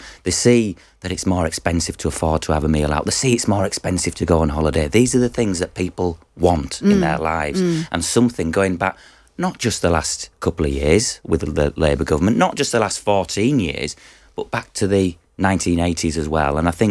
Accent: York, Yorkshire and the Humber, United Kingdom; I'm from the other side of the Pennines, as you can probably tell. So I'm from York, obviously

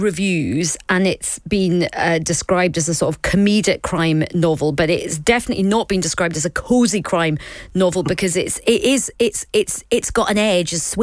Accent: Scotland, United Kingdom; I'm Scottish

